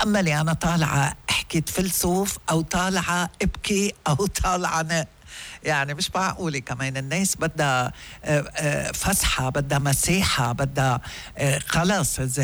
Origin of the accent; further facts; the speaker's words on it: Lebanon; بس احنا لبنانية